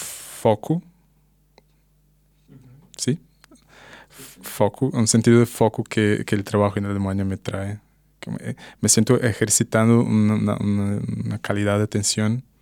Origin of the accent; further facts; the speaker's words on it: Brazil; Spanish is a second language; moved away as an adult; also born or lived in Portugal; exactamente en un año, en agosto del año que viene, ese plan para estar en Brasil haciendo eso en mi ciudad natal.